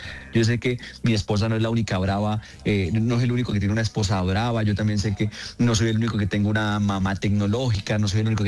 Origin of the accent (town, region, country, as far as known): Colombia